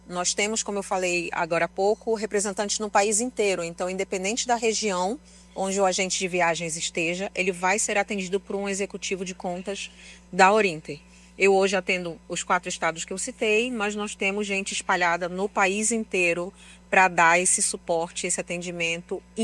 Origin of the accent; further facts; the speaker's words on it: Pará, Brazil; Sou paraense, sou bairrista pra caramba.